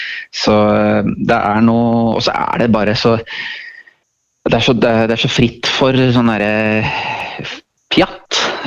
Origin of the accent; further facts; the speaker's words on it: Elverum, Innlandet, Norway; Jeg er en visesanger fra Elverum, som har holdt på profesjonelt i 12-14 år